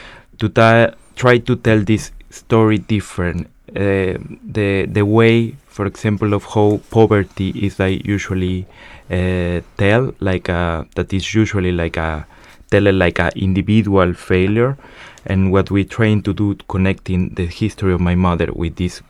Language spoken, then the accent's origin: English; Campeche, Mexico; English is a second language; my hometown, Campeche, that is a state in the south of Mexico with a big story of colonization, of imperialism